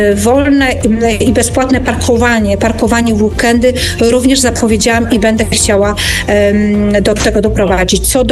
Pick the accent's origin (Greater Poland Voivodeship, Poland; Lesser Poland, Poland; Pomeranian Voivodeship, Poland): Lesser Poland, Poland; Zakopane; born there; now in Kraków, Poland; Rzeczywiście nie urodziłam się w Krakowie.